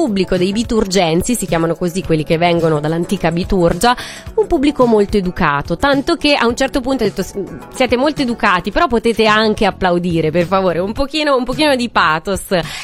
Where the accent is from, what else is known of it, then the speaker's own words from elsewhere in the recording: Sansepolcro, Tuscany, Italy; a Sansepolcro. È arrivato anche nella mia terra natale